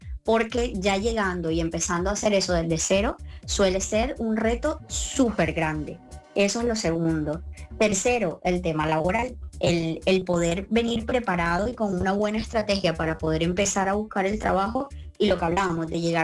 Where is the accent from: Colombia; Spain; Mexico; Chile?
Colombia; moved away; esas palabras que nosotros tenemos como colombianos y que llegamos aquí diciendo